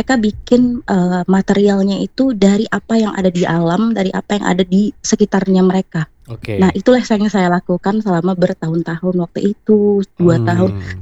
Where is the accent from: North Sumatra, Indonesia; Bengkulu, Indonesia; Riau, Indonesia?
Riau, Indonesia; Dumai; born there; Aslinya aku itu orang Melayu, jadi aku tuh lahirnya di Dumai, jadi ya pindah-pindah.